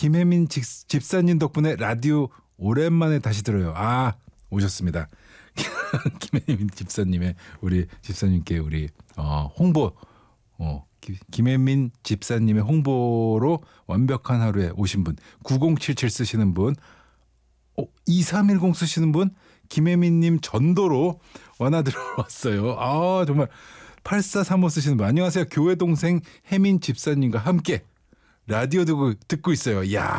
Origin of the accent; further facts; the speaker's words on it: Seoul, South Korea; 저는 예전에 제가 어릴 때 자라난 이촌동에 떡볶이집이 또 있는데 거기가 그렇게 그리워요.